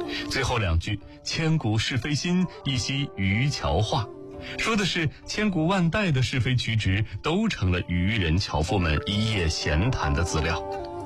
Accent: China

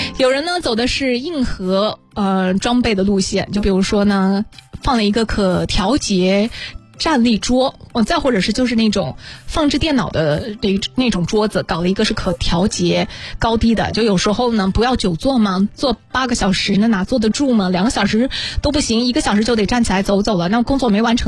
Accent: Xuzhou, Jiangsu, China; 咱们徐州人的个性就是这样

